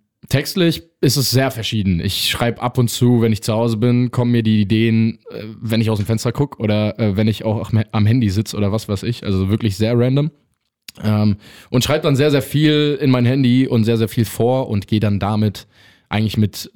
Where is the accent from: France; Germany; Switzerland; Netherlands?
Germany; Trier, Rhineland-Palatinate; Ich bin ja aus Trier.